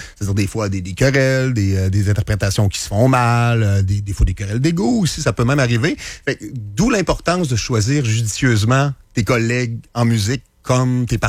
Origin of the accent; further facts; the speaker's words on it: Rivière-du-Loup, Quebec, Canada; now in Quebec City, Canada; Je suis déménagé parce que moi, je viens du Bas-Saint-Laurent, je viens de Rivière-du-Loup.